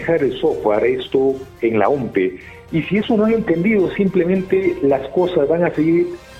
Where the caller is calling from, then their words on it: Peru; Como peruano